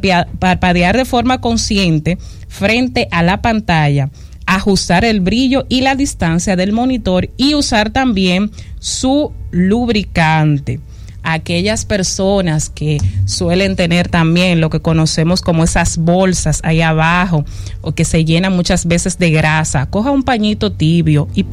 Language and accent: Spanish; Dominican Republic; Somos dominicanos